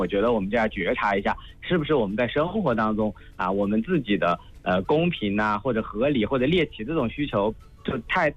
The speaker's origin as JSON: {"language": "Chinese", "country": "China"}